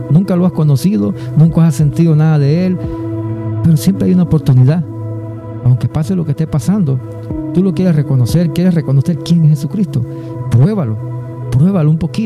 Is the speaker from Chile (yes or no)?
no; Honduras; moved away; en mi país, en Honduras